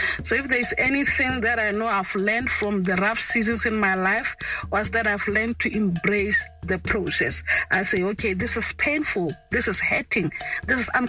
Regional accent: Lobatse, South-East District, Botswana; I was born and bred in Lobatse, Banzenzatse.

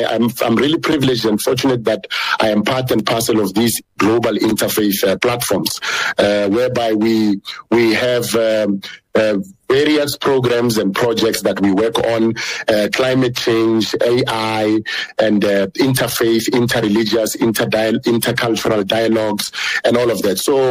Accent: South Africa; as South African, me, I'm a South African indigenous and very Zulu, by the way.

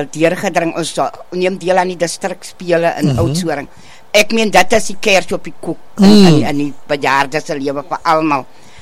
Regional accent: Plettenberg Bay, Western Cape, South Africa; born there; Ja, ek is gebore in Plettenberg Bay.

